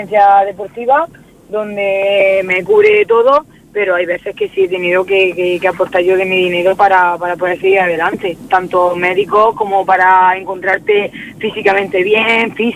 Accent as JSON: {"language": "Spanish", "region": "Region of Murcia", "country": "Spain", "said": "me gustaría ganarlo en la región de Murcia, que es mi tierra y donde tengo toda mi gente"}